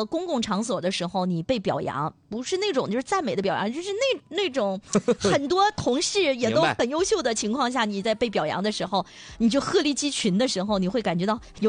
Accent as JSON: {"language": "Chinese", "country": "China"}